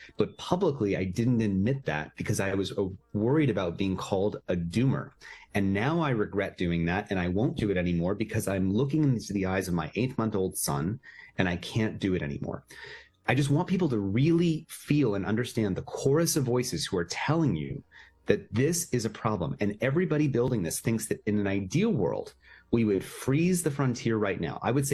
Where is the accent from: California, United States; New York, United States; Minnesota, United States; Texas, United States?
California, United States; so I'm from Silicon Valley.